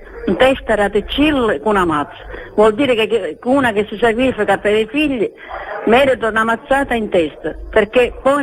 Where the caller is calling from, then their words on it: Monreale, Sicily, Italy; da Monreale, provincia di Palermo.